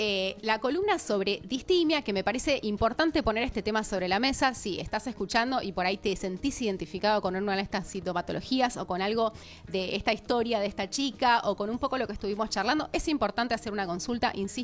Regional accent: Argentina; cómo somos los argentinos

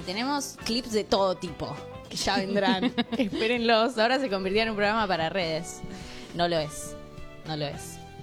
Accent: Buenos Aires, Argentina; Son esas cosas que como porteño uno nunca sabrá.

